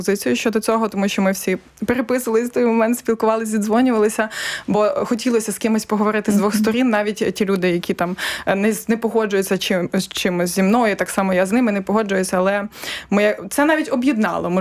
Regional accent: Lutsk, Volyn Oblast, Ukraine; тому що я з Луцька, я село Руда, звідки моя бабуся, воно було під Польщею

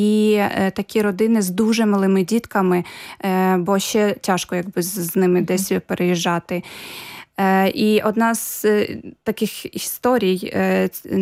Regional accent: Mykolaiv, Mykolaiv Oblast, Ukraine; І Миколаївська область, я взагалі сама з Миколаєва

